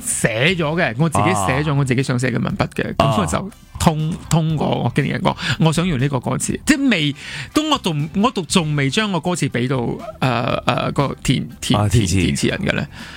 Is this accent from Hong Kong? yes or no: no; Malaysia; Hello， 大家好，